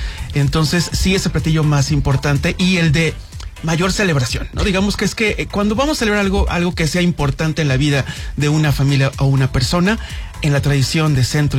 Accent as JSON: {"language": "Spanish", "region": "Puebla", "country": "Mexico", "said": "soy poblano"}